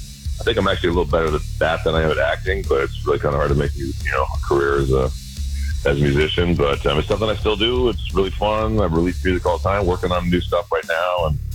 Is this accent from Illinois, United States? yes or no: no; Berkeley, California, United States; I grew up in Berkeley, you know, it was kind of just part of the fabric of the town.